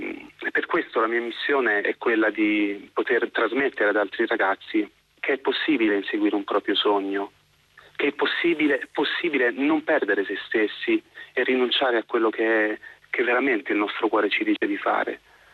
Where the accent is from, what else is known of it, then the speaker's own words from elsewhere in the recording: Apulia, Italy; io facevo teatro con i miei amici nel mio paese, in provincia di Bari.